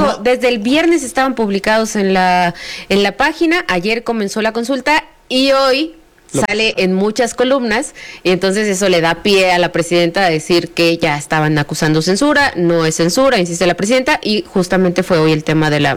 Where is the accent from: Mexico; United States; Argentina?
Mexico; Chiapas; yo que soy de Chiapas